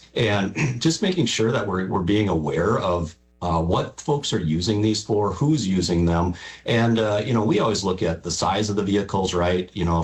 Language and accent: English; Minnesota, United States; growing up in Southwest Minnesota, Jesse, I think you growing up in Iowa, we had a lot of fun out on the farm.